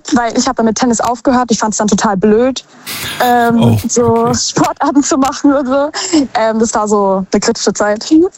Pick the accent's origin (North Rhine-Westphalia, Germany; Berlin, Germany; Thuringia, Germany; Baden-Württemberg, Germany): Baden-Württemberg, Germany; Mannheim; Aus Mannheim.